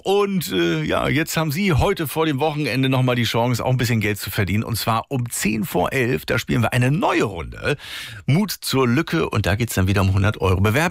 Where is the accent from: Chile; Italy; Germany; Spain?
Germany; East Germany; Ja, ich bin ja in der DDR groß geworden und als kleiner Junge war der ein großer Star bei uns im Fernsehen.